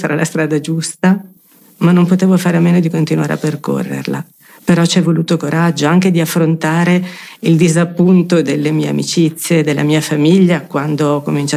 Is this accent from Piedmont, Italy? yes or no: yes; Tortona, Piedmont, Italy; io sono di Tortona, appena fuori Tortona.